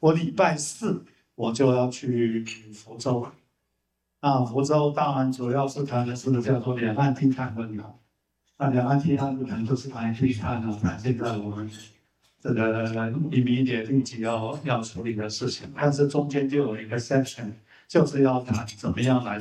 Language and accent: Chinese; Taiwan